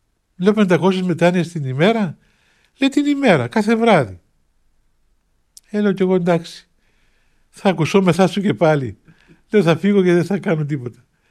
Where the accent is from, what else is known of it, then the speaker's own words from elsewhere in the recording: Cyprus; λέω από την Κύπρο γέροντα. Α, από την Κύπρο, λέει. Λέω, ναι, από την Κύπρο.